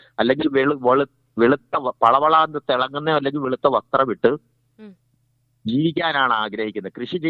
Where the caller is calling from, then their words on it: Thevalakkara, Kerala, India; ഞാൻ തേവലക്കര കോളേജിൽ നിന്ന് വിളിക്കുന്നത്